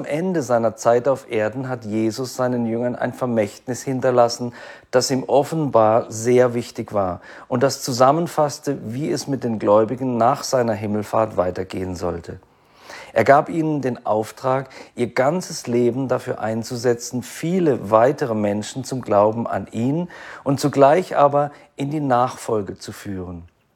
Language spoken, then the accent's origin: German; Freiburg, Baden-Württemberg, Germany; saß ich mit einem befreundeten Pastor im Außenbereich einer Pizzeria in der Fußgängerzone meiner Heimatstadt Freiburg.